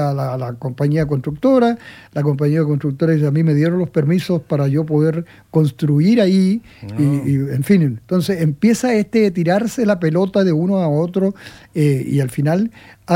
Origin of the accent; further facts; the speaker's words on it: Copiapó, Atacama, Chile; yo que soy de Coyapó